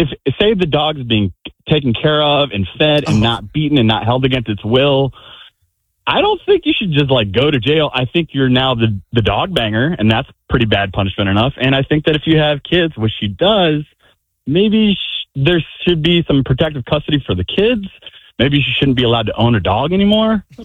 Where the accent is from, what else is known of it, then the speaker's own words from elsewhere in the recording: Florida, United States; I'm from Charlotte County.